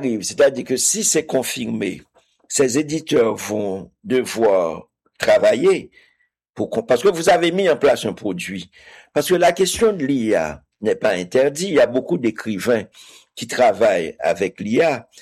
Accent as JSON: {"language": "French", "country": "Haiti", "said": "si c'est moi, en tant qu'haïtien, avait lu et qui devait avoir la responsabilité d'éditer ce texte"}